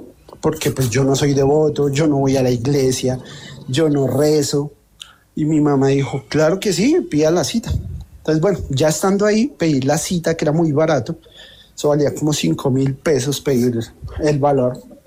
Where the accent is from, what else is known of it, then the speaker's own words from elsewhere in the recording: Bogotá, Colombia; Yo soy de Bogotá.